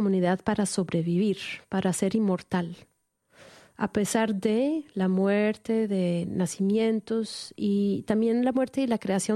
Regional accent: Netherlands; Evoqué que yo crecí en Holanda

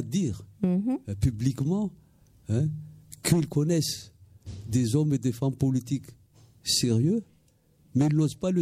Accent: Madagascar; À partir du moment où je suis malgache, je fais de la politique à Madagascar.

